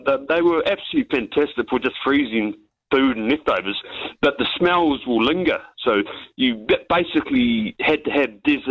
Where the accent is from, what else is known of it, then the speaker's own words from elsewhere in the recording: Canterbury, New Zealand; I'm from Canterbury, and obviously I was a fan of Fraser